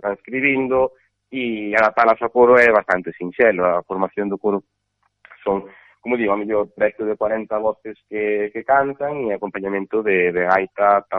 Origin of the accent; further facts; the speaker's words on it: Carballo, Galicia, Spain; además eu son daqui de... Pues son de Carballo